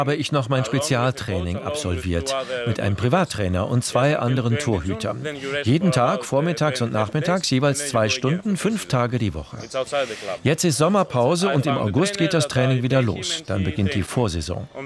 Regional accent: Central Macedonia, Greece; also born or lived in Thessaloniki; ich komme aus Chalkidiki. Meine Eltern haben hier eine Pizzeria direkt am Meer.

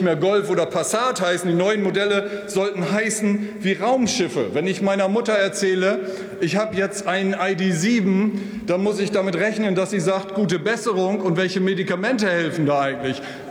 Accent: Emden, Lower Saxony, Germany; Ich komme aus Ostfriesland, ich gebe es mal zu. Ich komme aus Emden, aus dem äußersten Nordwesten der Bundesrepublik.

